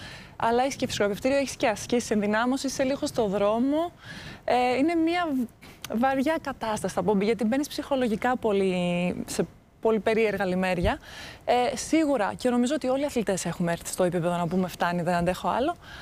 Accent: Greece; born there; also born or lived in Moldova; γεννήθηκα στη Μολδαβία, μεγάλωσα εδώ, αλλά είμαι εδώ από τα 8, είμαι εδώ, πήγα σχολείο, οπότε για μένα είναι αυτή η χώρα μου, αλλά ταυτόχρονα έχω και δεύτερη χώρα.

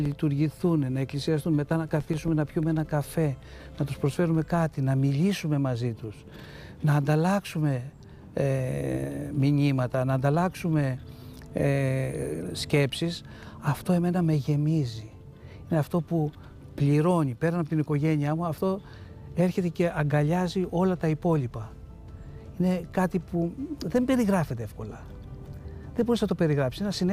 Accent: Volos, Thessaly, Greece; moved away as an adult; now in Portaria, Greece; Γεννήθηκα, μεγάλωσα στο Βόλο. Εκεί πήγα σχολείο, εκεί μετά έφυγα στις σχολές μου, σπούδασα, έφυγα και έλειπα τα περισσότερα χρόνια της ζωής μου.

